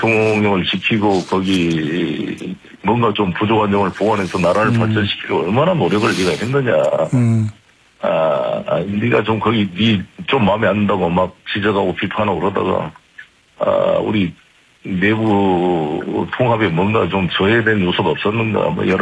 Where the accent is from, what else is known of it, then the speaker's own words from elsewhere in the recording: Incheon, South Korea; 아시다시피 제가 인천에서 40년을 살았고 인천 출신, 인천에서 이제 정치를 시작한 사람인데